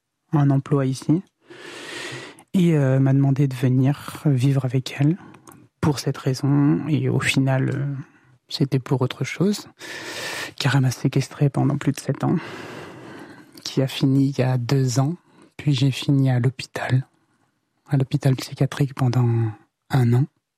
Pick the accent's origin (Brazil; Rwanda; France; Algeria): France; Brive-la-Gaillarde, Nouvelle-Aquitaine; born there; now in Limoges, France; J'ai 24 ans. Je vais bientôt en avoir 25. Je suis né à Brive. En Corrèze.